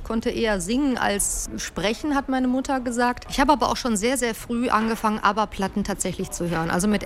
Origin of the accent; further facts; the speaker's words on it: Duisburg, North Rhine-Westphalia, Germany; Ich komme aus Duisburg, also aus der wirklich hier vom Niederrhein.